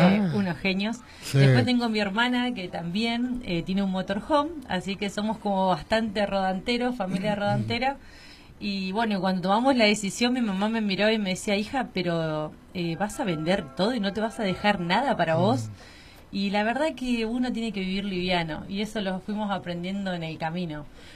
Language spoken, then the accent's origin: Spanish; Centenario, Neuquén, Argentina; Sí, somos neuquinos, los dos. Yo me crié en la ciudad de Centenario, que queda a 15 kilómetros, pero después a los 17 años yo ya me fui a vivir a Neuquén